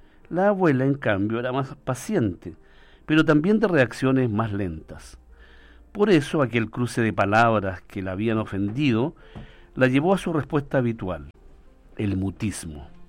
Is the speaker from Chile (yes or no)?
yes; San Clemente, Maule, Chile; nosotros somos de San Clemente